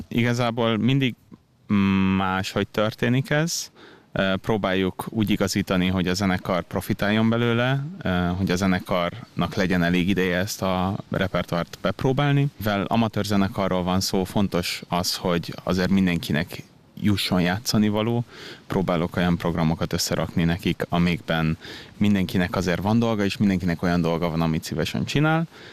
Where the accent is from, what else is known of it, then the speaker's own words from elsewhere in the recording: Budapest, Hungary; born there; Én Budapesten születtem